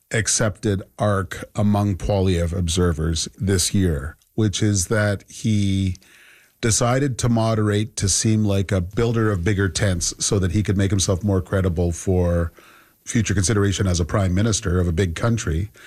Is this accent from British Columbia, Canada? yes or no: no; Sarnia, Ontario, Canada; I grew up in Sarnia at the Blue Water Bridge, an hour north of these disputed bridges.